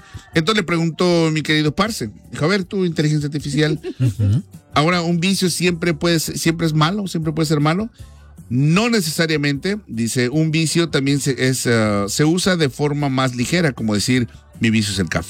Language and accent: Spanish; Mexico; como mexicanos, yo creo que lo más criticado ha sido que a nosotros nos daban espejos por oro.